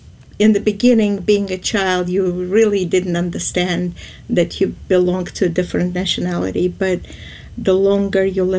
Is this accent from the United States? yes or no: no; Baku, Azerbaijan; They would say, we're from Baku, which means we belong to Baku, and that's our nationality. And yes, all the years that we had our life there was, you know, being raised as a child